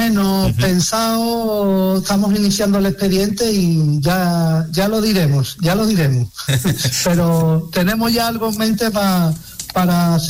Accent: Algar, Spain; Por supuesto, yo te voy a decir de mi pueblo, ¿no?

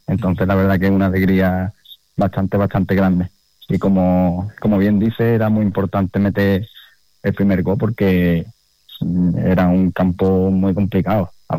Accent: Arcos de la Frontera, Andalusia, Spain; el equipo de mi pueblo

